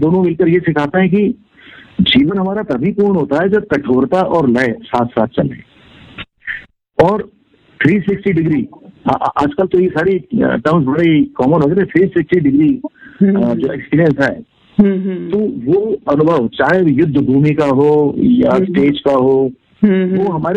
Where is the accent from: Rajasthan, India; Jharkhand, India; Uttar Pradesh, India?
Uttar Pradesh, India; Lucknow; मैं लखनऊ का रहने वाला हूँ और उसी माहौल में पला बड़ा हूँ।